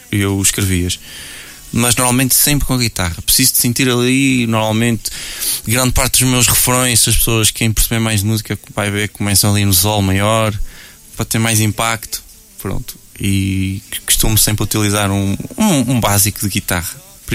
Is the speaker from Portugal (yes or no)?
yes; Cinfães, Norte, Portugal; moved away; also born or lived in Santarém; também mudei de vida, de Santarém para Sinfãs, minha terra natal.